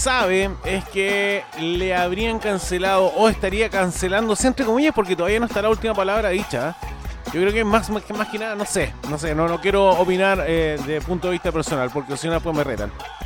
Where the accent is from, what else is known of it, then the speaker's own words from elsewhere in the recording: Talca, Maule, Chile; incluso mi ciudad natal, tal que ha estado ofreciéndose el estadio fiscal